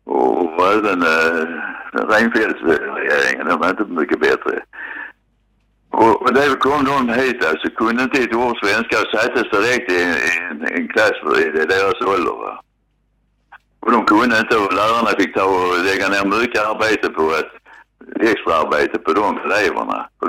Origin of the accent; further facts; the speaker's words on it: Skåne, Sweden; Nej, jag är inte svensk, jag är skåning.